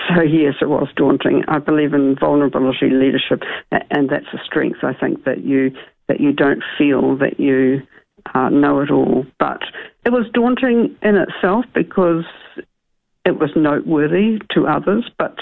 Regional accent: Auckland, New Zealand; born there; also born or lived in Scotland; now in Hamilton, New Zealand; We came from Scotland when I was young, and I went to a school in South Auckland and then on to Auckland University

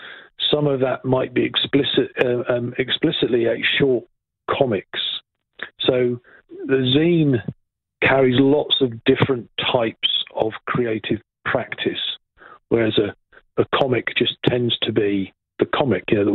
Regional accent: England, United Kingdom; it sort of started when I was about 6 or 7 with the Beano, because I'm English, right?

